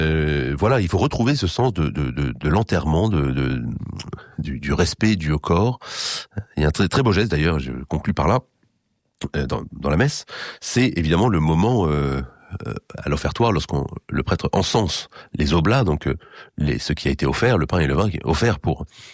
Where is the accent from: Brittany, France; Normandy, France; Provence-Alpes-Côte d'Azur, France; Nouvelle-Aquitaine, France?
Brittany, France; Erquy; chez nous en Bretagne, à Erquy.